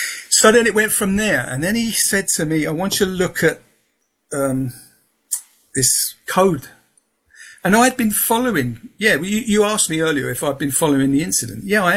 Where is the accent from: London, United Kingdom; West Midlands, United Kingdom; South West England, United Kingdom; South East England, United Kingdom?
London, United Kingdom; born or raised there; accent: Peckham, Southeast London